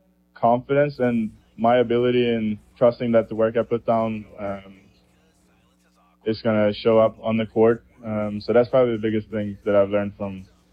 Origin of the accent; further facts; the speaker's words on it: Stockholm, Stockholm County, Sweden; I'm a senior from Stockholm, Sweden.